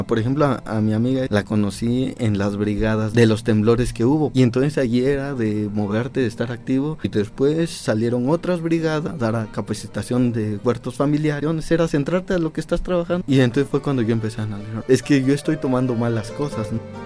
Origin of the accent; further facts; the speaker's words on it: Oaxaca, Mexico; moved away; soy egresado del 2019 del Departamento de Zootecnia. Soy de Oaxaca, originario de la Sierra Norte, tengo 22 años.